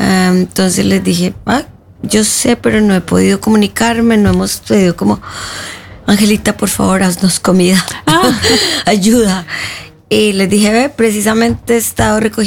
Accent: Medellín, Antioquia, Colombia; now in Oslo, Norway; yo soy de Medellín, o sea, me crié en Medellín

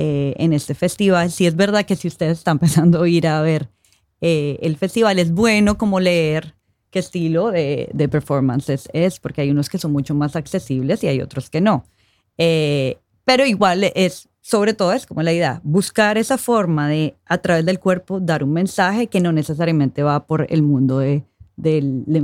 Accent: Colombia; yo soy colombiana, entonces uno piensa baile, entonces salsa, reggaetón.

